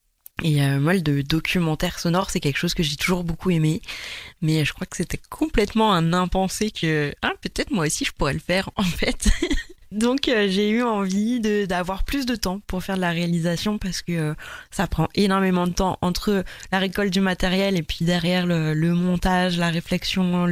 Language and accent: French; Provence-Alpes-Côte d'Azur, France